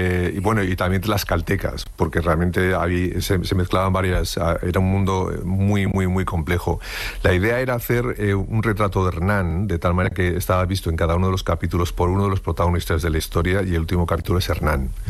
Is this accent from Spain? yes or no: yes; Aragon, Spain; me dio por explorar como buen aragonés la persona de Luis Buñuel